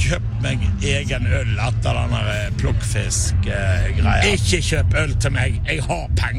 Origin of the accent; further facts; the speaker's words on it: Bergen, Vestland, Norway; moved away as an adult; now in Oslo, Norway; Jeg er fra Loddefjord. Eller Fjoddefjord, som de kalte det tidligere på 70-tallet.